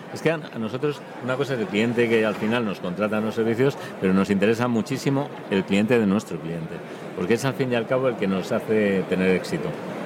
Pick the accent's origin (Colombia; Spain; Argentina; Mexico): Spain; yo digo primer país porque soy español